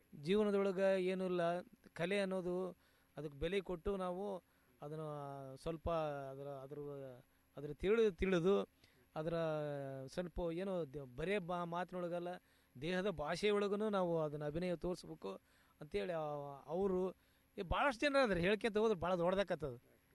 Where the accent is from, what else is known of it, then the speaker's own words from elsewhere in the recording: Karnataka, India; ನಮ್ಮ ಊರು ಬಯಲು, ಅಲ್ಲಿ ಗಿಡ ಮರಗಳು ಬಹಳಷ್ಟು ಕಡಿಮೆ.